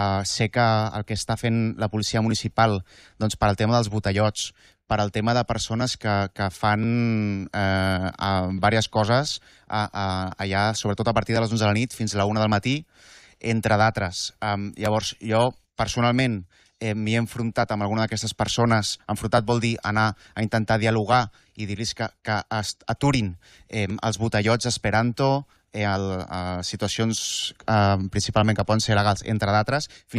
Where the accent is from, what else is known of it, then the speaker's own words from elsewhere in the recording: El Masnou, Catalonia, Spain; moved away as an adult; also born or lived in Teià; now in Premià de Mar, Spain; soc un veí d'aquí de Premià des de fa un any. Jo he viscut a Masnou i Tallà des de tota la vida. I bueno, vaig decidir canviar la meva residència aquí a Premià, doncs havent viscut a diversos llocs del món també.